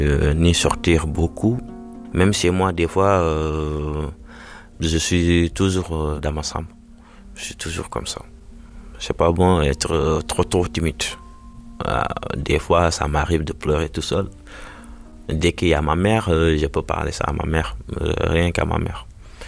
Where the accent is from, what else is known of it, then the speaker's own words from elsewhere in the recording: Dakar, Senegal; now in Drancy, France; je suis du Sénégal, précisément à Dakar, capitale. Du coup, je suis en France depuis 2021. J'habite à Drancy.